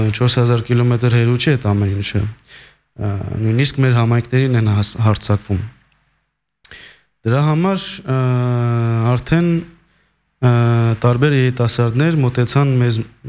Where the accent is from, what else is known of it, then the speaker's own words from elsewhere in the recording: Lyon, Auvergne-Rhône-Alpes, France; Ես Լիոնից եմ